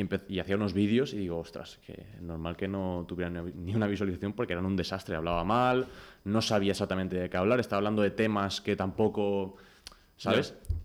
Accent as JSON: {"language": "Spanish", "area": "Mallorca", "region": "Balearic Islands", "country": "Spain", "said": "Soy de Mallorca, tengo 23 años"}